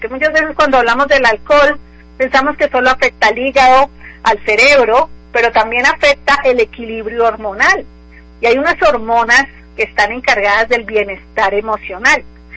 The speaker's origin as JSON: {"language": "Spanish", "country": "Colombia", "said": "yo también, Colombia, que acabamos de tener estas elecciones"}